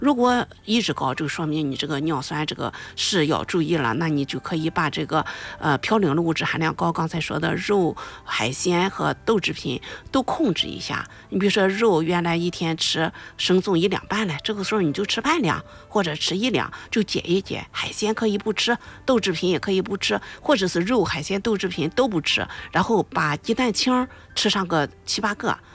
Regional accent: China; 我们中国人比较喜欢煲汤哈，尤其是南方人，

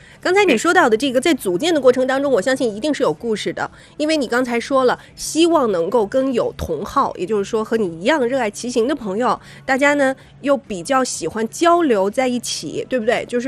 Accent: Shandong, China; 咱们山东人的这种好客

